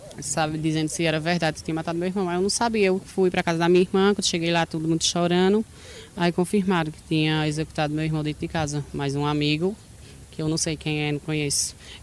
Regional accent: São Bento do Una, Pernambuco, Brazil; Nós somos natural de São Bento do Una, né?

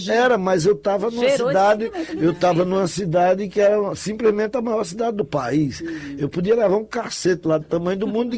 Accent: Northeast Region, Brazil; Porque eu sou sertanejo e o sol quente dá uma sede.

